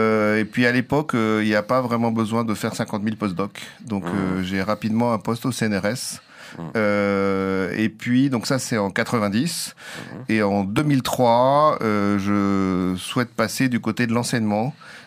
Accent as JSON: {"language": "French", "town": "Chartres", "region": "Centre-Val de Loire", "country": "France", "said": "Donc c'est un parcours, je suis originaire de Chartres, donc lycée à Chartres"}